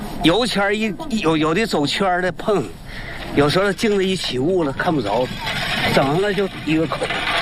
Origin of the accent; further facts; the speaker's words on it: Panshi, Jilin, China; now in Changchun, China; 我老家伙磐石嘛，完了我们这口就上长春来了。